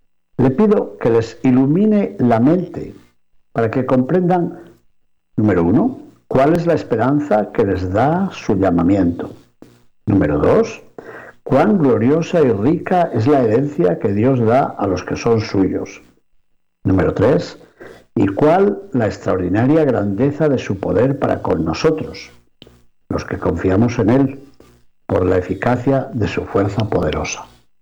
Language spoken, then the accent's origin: Spanish; León, Castile and León, Spain; Recuerdo una miniatura que se conserva en el museo de la Colegiata de San Isidoro en León, en mi ciudad natal